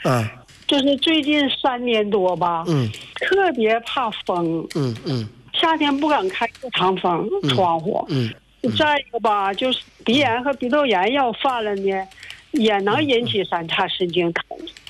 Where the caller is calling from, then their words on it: Changchun, Jilin, China; 我是长春的，今年77岁了。